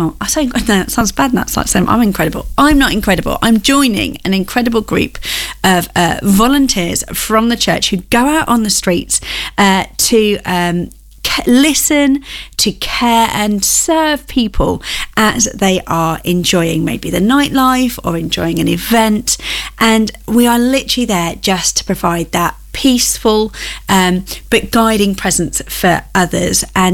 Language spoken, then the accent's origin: English; Ashby-de-la-Zouch, East Midlands, United Kingdom; go out to my hometown of Ashby